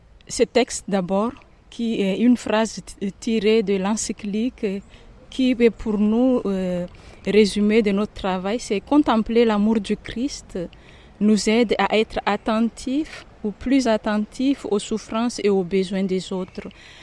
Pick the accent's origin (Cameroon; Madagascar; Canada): Madagascar; now in Moselle, France; je viens de Madagascar.